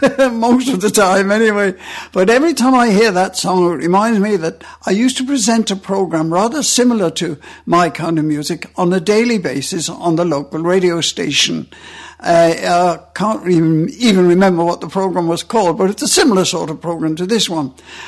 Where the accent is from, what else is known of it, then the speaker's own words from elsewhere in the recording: Bray, Leinster, Ireland; in a local radio station that we set up in here of my hometown of Bray.